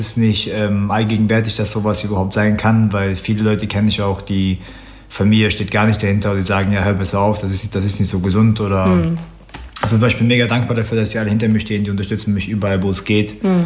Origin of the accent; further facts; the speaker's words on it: Göttingen, Lower Saxony, Germany; Ich komme ursprünglich so aus der Ecke Göttingen. Ich bin 26 Jahre alt, ich bin Profiboxer.